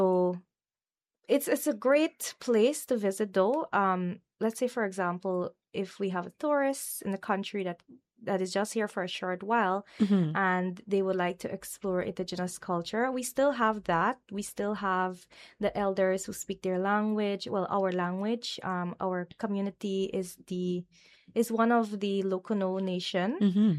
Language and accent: English; Guyana; English is a second language; So when I first moved out of the village, I had my like village accent, you know, indigenous peoples. Many of us, our first language is not English. So you'd have to learn English through schooling, especially in the very hinterland communities like in Region 7 and Region 8.